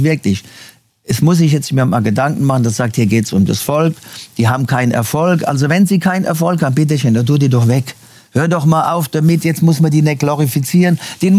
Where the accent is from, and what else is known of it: Germany; now in Brazil